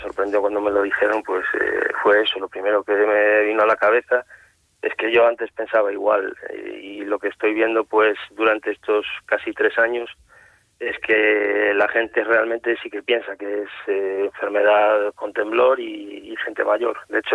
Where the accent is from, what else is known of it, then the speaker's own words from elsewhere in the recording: Moaña, Galicia, Spain; now in Ribeira, Spain; yo soy de Moaña, uh-huh, y bueno, afincado en Ribeira